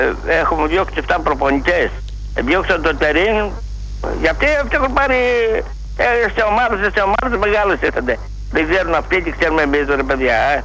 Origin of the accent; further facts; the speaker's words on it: Diakopto, Western Greece, Greece; Ναι, το διακοπτό, το διακοπτό.